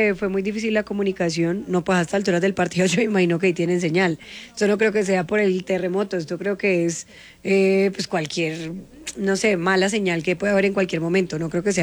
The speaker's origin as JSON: {"language": "Spanish", "town": "Cali", "region": "Valle del Cauca", "country": "Colombia", "said": "Claro, pues es que yo soy de Cali y yo hablo, yo tengo mi acento"}